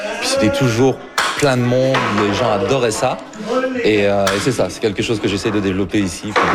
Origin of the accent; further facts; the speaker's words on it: France; now in Saskatchewan, Canada; Quand j'étais enfant en France